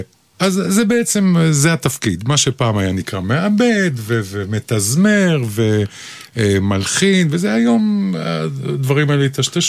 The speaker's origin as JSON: {"language": "Hebrew", "town": "Jerusalem", "region": "Jerusalem District", "country": "Israel", "moved": "yes", "said": "בתור ירושלמי"}